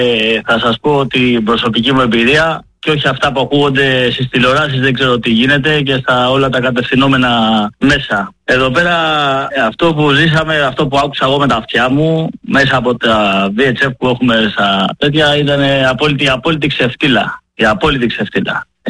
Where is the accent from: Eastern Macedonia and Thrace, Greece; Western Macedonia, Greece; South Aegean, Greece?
South Aegean, Greece; Karpathos; είμαι από την Κάρπαθο.